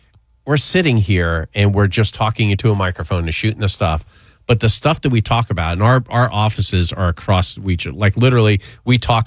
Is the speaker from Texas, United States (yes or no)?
yes; Lubbock, Texas, United States; I'm from Lubbock, Texas.